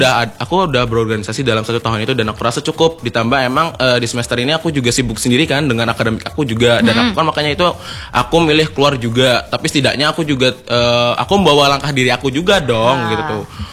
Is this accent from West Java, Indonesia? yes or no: yes; Klangenan, West Java, Indonesia; Halo Mas Angga, kita orang Klangenan.